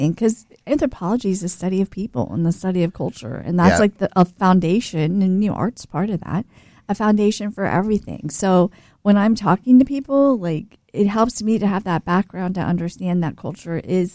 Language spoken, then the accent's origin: English; Titusville, Florida, United States; moved away as an adult; also born or lived in Nashville; I was born in Titusville, Florida, and I was born and raised. Like, I lived there until I was 18.